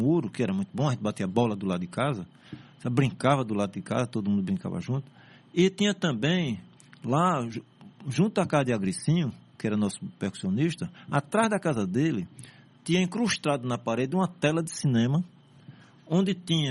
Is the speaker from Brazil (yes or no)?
yes; Recife, Pernambuco, Brazil; born there; E eu nasci na Casa de Saúde Maternidade de São João, que era o hospital onde depois passou a ser o Hospital Agamenon Magalhães.